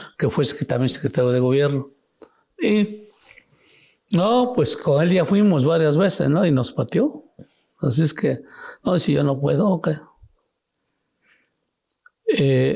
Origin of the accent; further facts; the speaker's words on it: Taneche, Oaxaca, Mexico; porque ellos no tenían recursos ni para viajar de Taneche, que es mi pueblo, a la ciudad de Oaxaca.